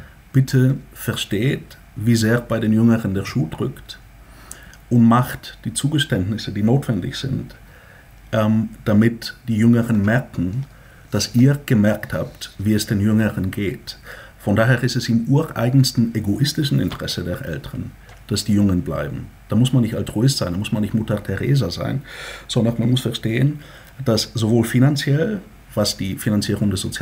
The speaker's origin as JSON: {"language": "German", "country": "Bulgaria", "said": "Meine Heimat Bulgarien ist ja von 9 Millionen Menschen 89 auf heute 6 Millionen implodiert."}